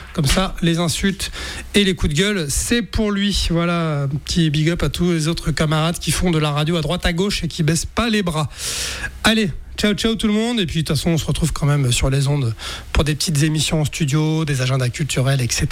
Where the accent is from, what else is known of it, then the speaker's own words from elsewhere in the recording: France; Alors évidemment, vu de chez nous en France